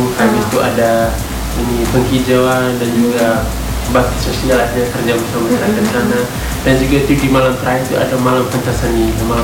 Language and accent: Indonesian; Indonesia; Jadi kami orang Indonesia